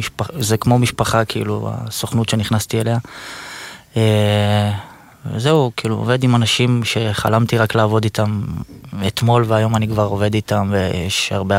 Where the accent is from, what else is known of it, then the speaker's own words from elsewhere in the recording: Ashdod, Southern District, Israel; אני גדלתי נגיד בשכונה באשדוד, שהבתים היו פתוחים